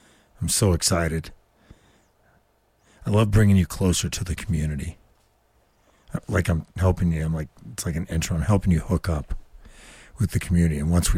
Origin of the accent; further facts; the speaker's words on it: Indianapolis, Indiana, United States; I'm from Indiana and Indy. And so the Indy 500 is next week, Memorial Weekend.